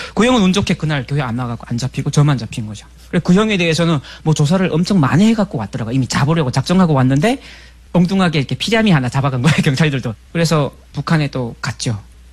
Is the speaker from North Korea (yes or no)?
yes; North Korea; 결말을 못 보고 저는 다시 탈북을 했습니다. 그리고 이제 2003년 11월에 또 잡혔죠.